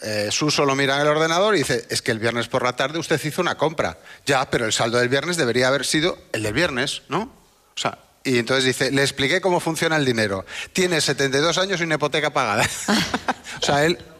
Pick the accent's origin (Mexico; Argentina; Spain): Spain; A Coruña, Galicia; Como soy de Coruña